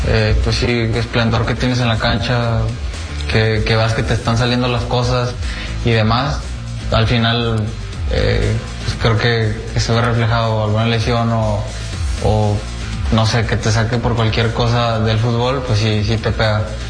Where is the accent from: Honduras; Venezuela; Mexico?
Mexico; somos mexicanos, somos un país que está muy unido